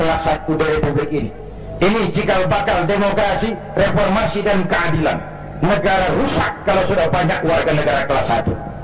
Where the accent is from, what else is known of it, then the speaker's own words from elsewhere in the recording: Kebayoran, Jakarta, Indonesia; born there; Bahwa saya lahir di Kebayoran, itu sih kebetulan.